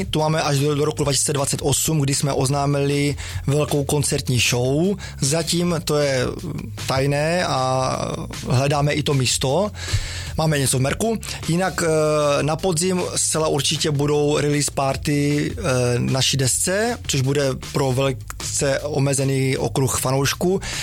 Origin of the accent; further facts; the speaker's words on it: Crete, Greece; Tak na Kretě to je vlastně velice jednoduché pro mě, byť mám samozřejmě přízvuk a každý pozná, že nejsem z tama, ale tím, že tam vlastně jako vyrůstal jsem, jezdím tam každé léto